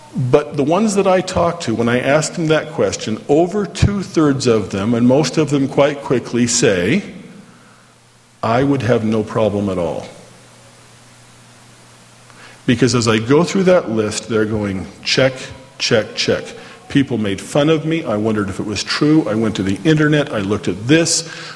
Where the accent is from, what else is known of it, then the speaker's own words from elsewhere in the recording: Orem, Utah, United States; I grew up here in Orm, so I knew it was just a little bit south of there